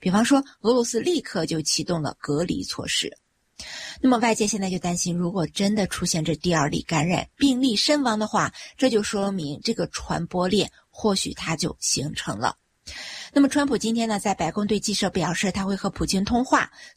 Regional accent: United States; 咱们美国人是吵了几十年

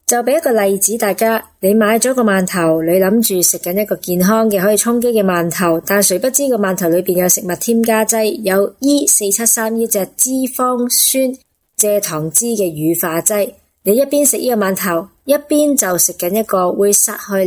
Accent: Hong Kong; 我哋香港人好多咧翻工一族啊

